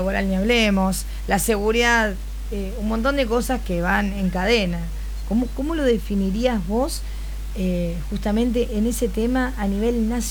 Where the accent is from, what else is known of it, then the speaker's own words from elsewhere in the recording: Uruguay; now in Argentina; yo soy uruguaya, ¿no, Eduardo? Sí, pero desde que yo estoy acá en la Argentina desde el año 2001